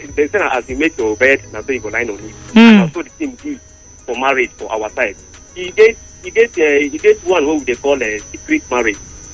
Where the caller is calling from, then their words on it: Enugu State, Nigeria; I'm from Utuka. I'm from Enugu State.